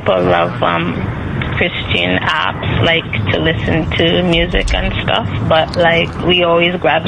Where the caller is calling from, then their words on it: Canada; We're calling from Canada.